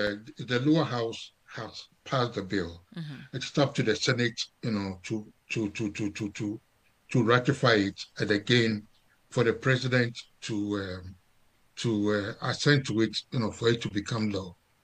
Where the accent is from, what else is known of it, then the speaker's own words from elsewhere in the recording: Ghana; I come from Ghana